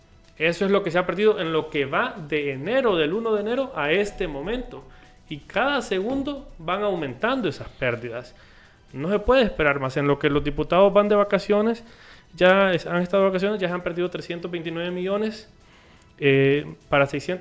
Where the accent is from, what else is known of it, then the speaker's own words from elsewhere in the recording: Honduras; nos merecemos como hondureños